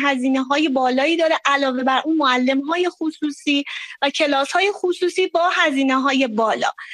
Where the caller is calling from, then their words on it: Tehran, Tehran Province, Iran; من از تهران هستم، ایران عزیزمون.